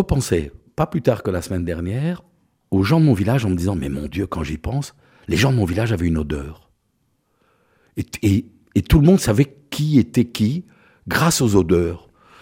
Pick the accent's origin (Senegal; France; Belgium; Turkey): Belgium; Marloie, Wallonia; je suis originaire de Marlois. Voilà. J'ai vécu toute mon enfance à Marlois. Province du Luxembourg, merveilleuse terre de vacances